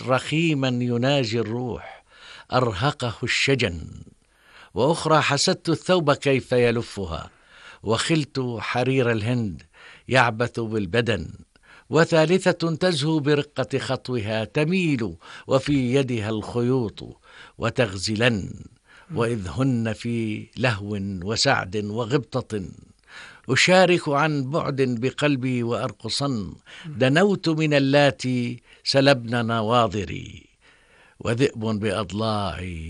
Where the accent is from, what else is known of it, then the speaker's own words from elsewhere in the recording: Jordan; هنا عندنا في الأردن